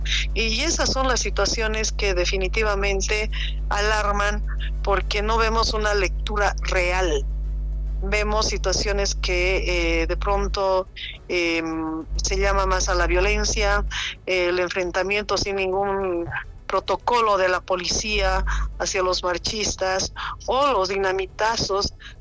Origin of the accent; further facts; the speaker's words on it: Santa Cruz, Bolivia; mi querida tierra o algunos personajes de mi tierra, Santa Cruz